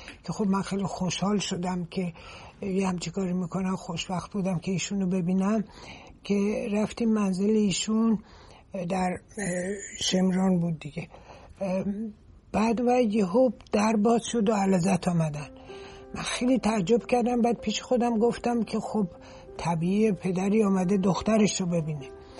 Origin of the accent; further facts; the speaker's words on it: Iran; یه دفعه یه کسی پرسید شما از کجا هستین، من که گفتم ما ایرانی هستیم